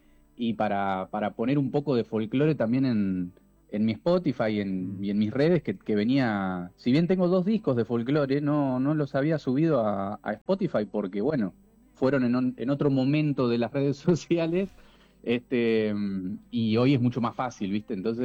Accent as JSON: {"language": "Spanish", "town": "General Belgrano", "region": "Buenos Aires Province", "country": "Argentina", "tie": "born or raised there", "also_born_or_lived": "La Plata", "moved": "as an adult", "said": "Yo soy de Los Cerrillos, que es una estancia acá cerca. Viajé toda la vida a General Belgrano al colegio. Cuando terminé el colegio me fui a vivir a La Plata para estudiar en Bellas Artes composición."}